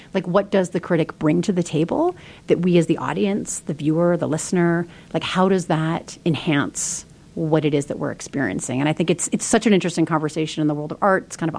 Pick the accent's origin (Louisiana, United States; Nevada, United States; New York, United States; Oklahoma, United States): New York, United States; moved away; I'm a New Yorker